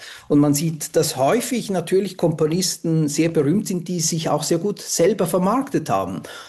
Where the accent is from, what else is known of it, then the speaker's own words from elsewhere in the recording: Switzerland; Und ich finde, man hat auch eine Pflicht als Schweizer.